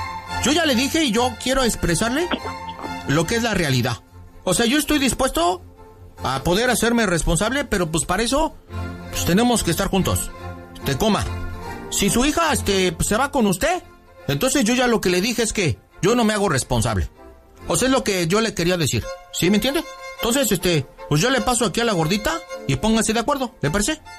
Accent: Xochimilco, Mexico City, Mexico; porque así nací yo, pues yo soy del barrio acá del Xochimilco.

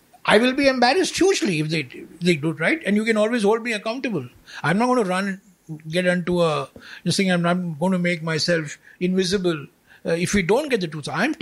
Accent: Karnataka, India; I'm from Karnataka.

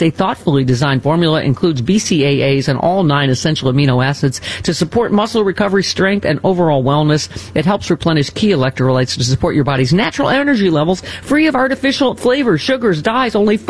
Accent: Ontario, Canada; I grew up on Lake Ontario.

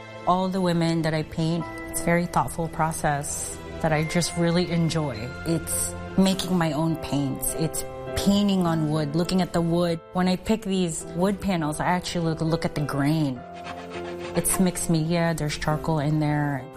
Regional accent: Philippines; now in San Francisco, United States; I grew up in the Philippines

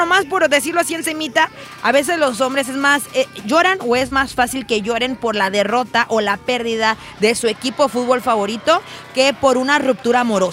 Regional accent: Mexico; Así somos los mexicanos.

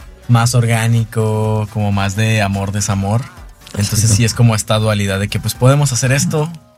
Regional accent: Ciudad Juárez, Chihuahua, Mexico; de Ciudad Juárez, Chihuahua.

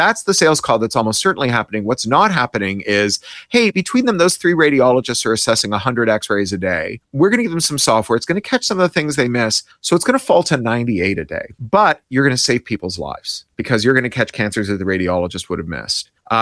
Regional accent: Canada; as a Canadian who grew up under socialized medicine.

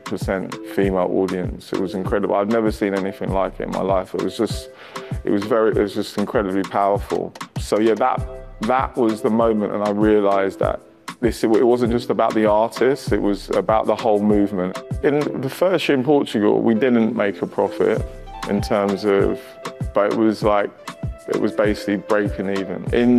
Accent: Nigeria; born there; moved away; I'm Nigerian born

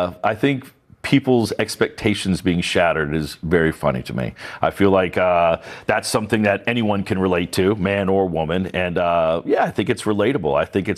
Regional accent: the South, United States; growing up in the South, church is obviously a big part of that culture. And, you know, I have a lot of people in my family who are very religious and involved with the church.

